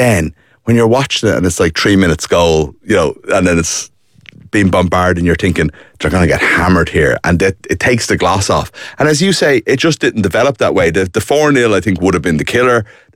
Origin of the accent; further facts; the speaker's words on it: Ireland; but God, as an Irish sports fan, there's just something disappointing.